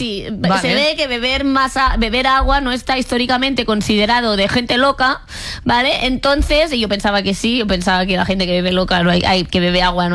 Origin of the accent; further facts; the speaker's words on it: Catalonia, Spain; Yo bebo agua porque soy catalana, ¿vale?